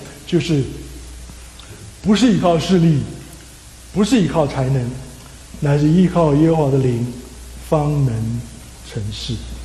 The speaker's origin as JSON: {"language": "Chinese", "country": "China", "said": "也不知道有多少我们中国人的先辈，基督徒的先辈，为信仰舍命流血。"}